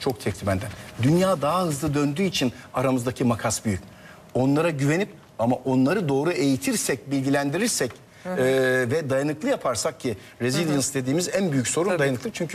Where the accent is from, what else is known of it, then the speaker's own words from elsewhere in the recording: Rize, Turkey; Ben Rize.